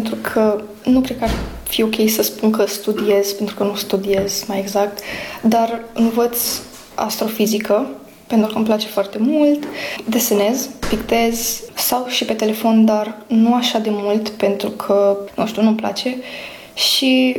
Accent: Pecica, Arad County, Romania; also born or lived in Cenadu Unguresc, Hungary; sunt din România, județul Arad, din localitatea Pecica. Am 13 ani

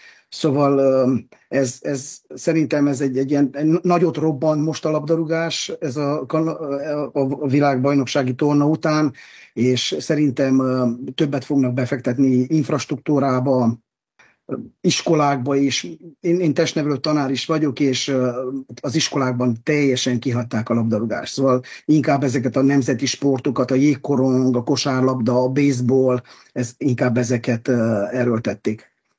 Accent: Hungary; now in Canada; Most beszélhetnék, mint magyar.

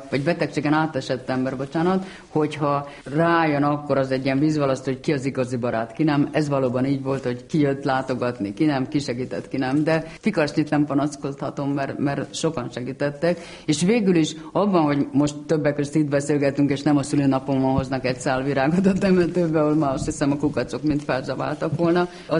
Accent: Hungary; és magyar, és kicsit svédül, igen

